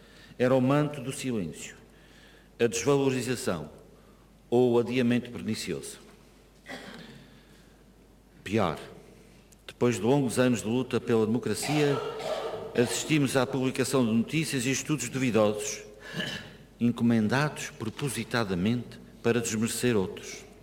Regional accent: Terceira Island, Azores, Portugal; Durante décadas, crescemos com a base aérea número 4, nas Lajes, como parte integrante da nossa paisagem e da nossa identidade.

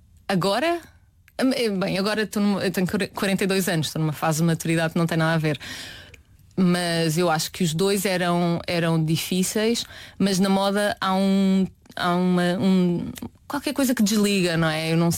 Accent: Peniche, Centro, Portugal; moved away; Vinha de Peniche, não tinha acesso nenhum ao meio da cultura.

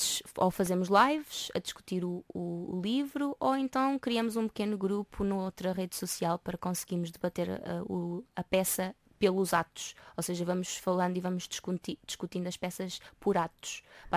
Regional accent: Arganil, Centro, Portugal; eu sou de Arganil

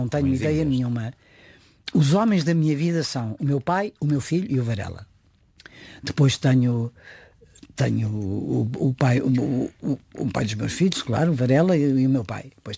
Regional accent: Lisbon, Portugal; A minha infância foi passada nos Olivais.

